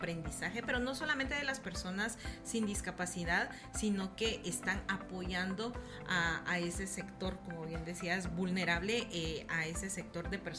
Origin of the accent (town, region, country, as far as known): Guatemala